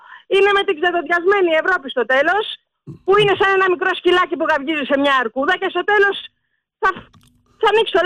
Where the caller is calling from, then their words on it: Eretria, Central Greece, Greece; από Ερέτρια.